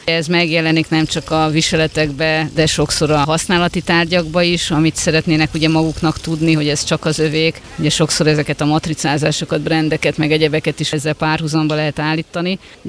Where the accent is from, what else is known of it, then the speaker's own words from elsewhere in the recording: Somogy, Hungary; Hát ugye én somogyi vagyok, kicsit hazabeszélek, mert ugye Somogynak is a szőttes hagyománya rendkívül gazdag